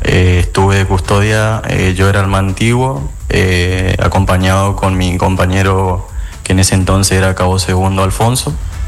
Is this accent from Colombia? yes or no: no; Esquina, Corrientes, Argentina; born there; now in Goya, Argentina; En Esquina Corrientes. Ahora estoy prestando servicio en la Prefectura Goya y vivo en Goya.